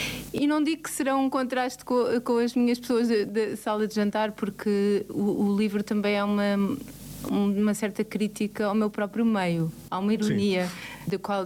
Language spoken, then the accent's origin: Portuguese; Lisbon, Portugal; E esse primeiro é o prédio onde cresci, que é em Carnide.